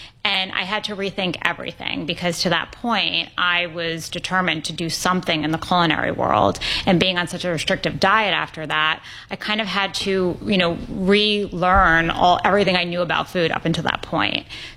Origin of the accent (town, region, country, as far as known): New York City, New York, United States; born or raised there